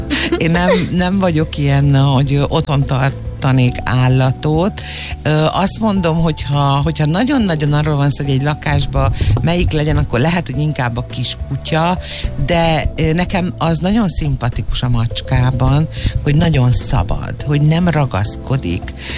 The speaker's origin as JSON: {"language": "Hungarian", "country": "Hungary", "said": "én 73-ban születtem, és a 80-as évek végén, tehát én voltam ilyen 15-16 éves, és akkor jött be ez a fajta hamburger divat Magyarországon"}